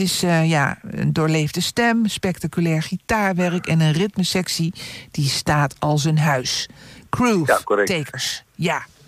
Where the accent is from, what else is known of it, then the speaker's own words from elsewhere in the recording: Netherlands; Ja, wij zijn 100% Nederlander.